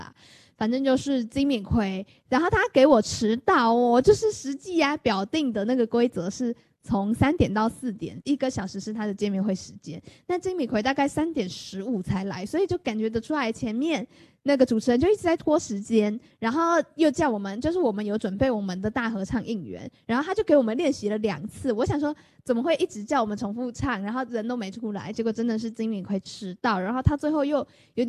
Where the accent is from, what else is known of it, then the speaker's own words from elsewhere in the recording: Tamsui, New Taipei, Taiwan; 我家的话是住在淡水，我的家乡嘛，就是我平常上课是住在学校附近啦，但是我的家是在淡水。